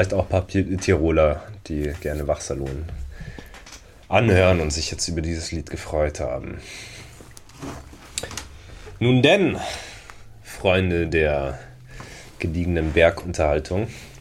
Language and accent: German; Bavaria, Germany; Ich bin ein Bayer, auch wenn ich kein Bayerisch spreche.